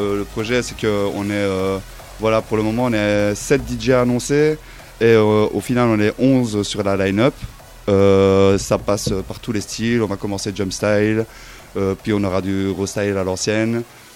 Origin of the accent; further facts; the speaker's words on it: Liège, Wallonia, Belgium; Je viens de Liège et je mixe un peu partout en Belgique.